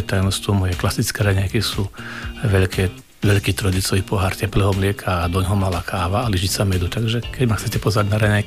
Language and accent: Slovak; Nižný Čaj, Košice Region, Slovakia; also born or lived in Italy; now in Košice, Slovakia; odkiaľ pochádzam, z dedinky Nižný Čaj.